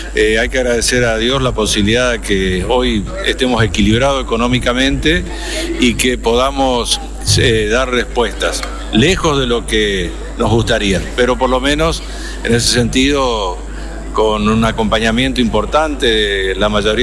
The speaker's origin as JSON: {"language": "Spanish", "region": "Chaco", "country": "Argentina", "said": "sacarnos el estigma que tenemos los chaqueños, sobre todo el Gran Resistencia, de ser la zona más pobre de la Argentina."}